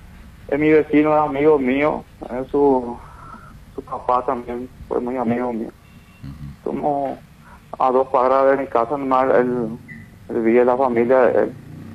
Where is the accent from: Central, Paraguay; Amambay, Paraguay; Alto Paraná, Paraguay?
Alto Paraná, Paraguay; Hernandarias; somos prácticamente de la nueva generación. Y si es que nos cambiamos como hernandariense